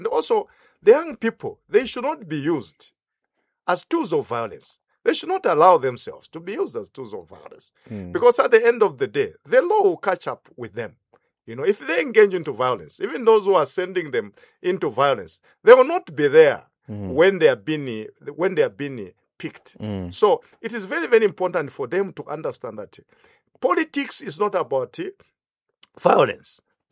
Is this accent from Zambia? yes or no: yes; Zambia; we are all Zambians